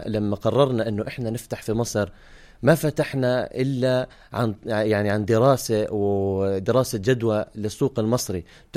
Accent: Jordan; كل الناس بتعرف إنه أنا أردني، وأنا بفتخر بهذا الإشي

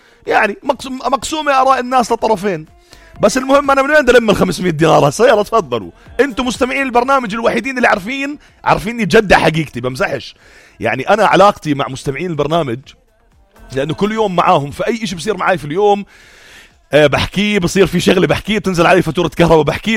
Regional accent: Jordan; انا مواطن اردني

